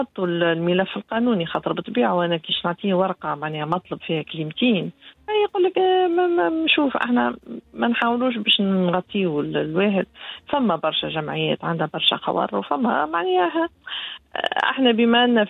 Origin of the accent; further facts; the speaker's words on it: Tunisia; شوف تونس نقول لهم أنا راهو تونسي حنين وكريم